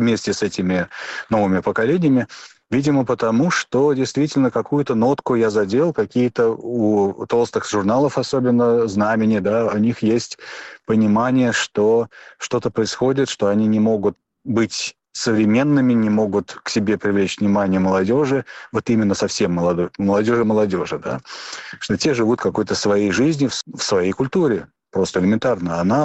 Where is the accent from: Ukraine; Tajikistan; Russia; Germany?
Russia; moved away; Я сделал акцент на том, что я уехал из России 30 лет назад.